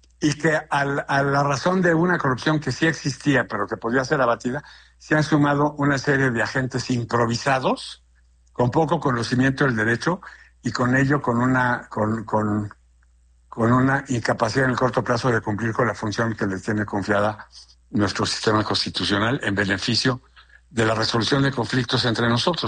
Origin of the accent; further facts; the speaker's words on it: Mexico; los valores que nos sostienen como abogados, como mexicanos